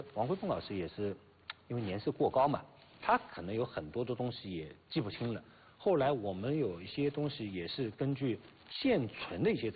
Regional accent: Hangzhou, Zhejiang, China; accent: Hangzhou dialect; 我的一个先天优势就是我是杭州人

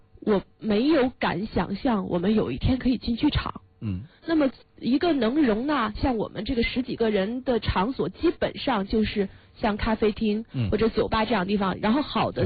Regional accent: Beijing, China; 我是北京人，北京人说话就是你们是界饼剧社的。

